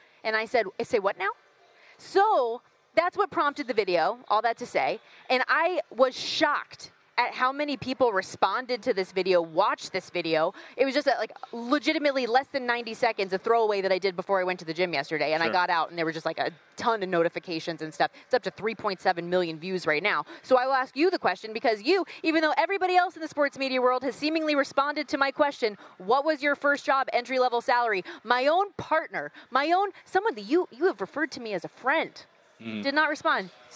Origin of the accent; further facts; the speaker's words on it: Las Vegas, Nevada, United States; I grew up in Vegas, obviously